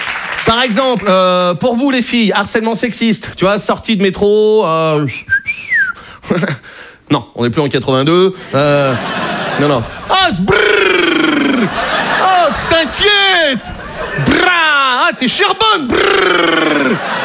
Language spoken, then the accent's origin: French; Brittany, France